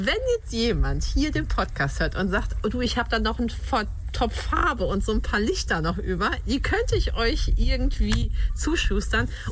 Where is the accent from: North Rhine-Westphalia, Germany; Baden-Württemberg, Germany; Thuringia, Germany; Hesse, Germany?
North Rhine-Westphalia, Germany; Dortmund; moved away; Ich als Dortmunderin, die quasi Kohle gegen Kohl getauscht hat